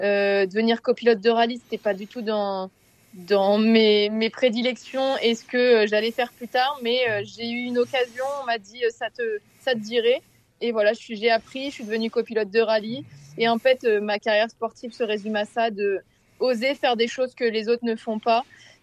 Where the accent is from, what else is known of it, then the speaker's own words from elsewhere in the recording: Normandy, France; born there; now in Sarthe, France; moi je suis née dans l'Orne, mais j'habite dans la Sarthe, donc c'est mes deux départements, on va dire, de natal, donc j'y tiens vraiment énormément.